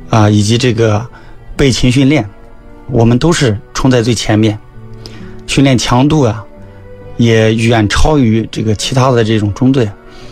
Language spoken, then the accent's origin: Chinese; Henan, China; moved away as an adult; now in Xinjiang, China; 我这个老家是河南的